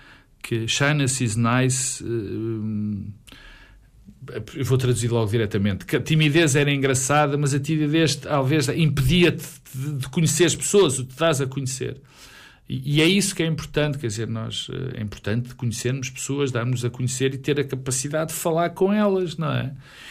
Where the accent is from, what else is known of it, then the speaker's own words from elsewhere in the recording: Portugal; Eu, por exemplo, nasci no Estado Novo